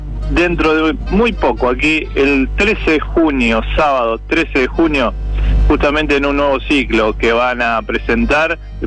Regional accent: Sanford, Santa Fe, Argentina; a mi pueblo Sanford, saludo.

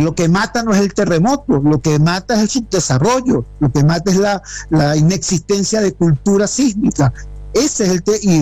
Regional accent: Venezuela; como venezolano, como ciudadano

